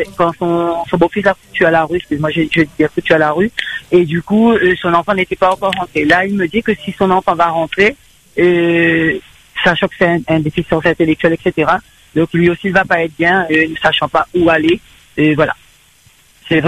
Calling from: Saint-Denis, Réunion, France; Je suis au Butor, sur Saint-Denis.

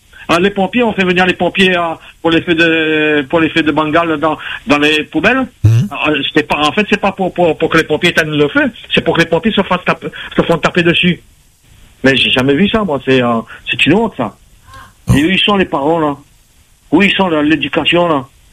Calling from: Flers, Normandy, France; Moi, je suis à Flers.

